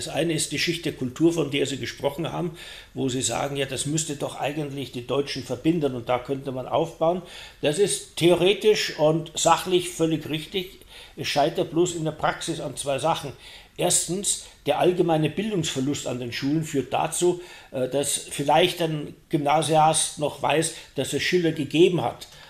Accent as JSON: {"language": "German", "region": "Bavaria", "country": "Germany", "said": "Ich bin doch Bayer, das ist ein verschärfender Tatbestand."}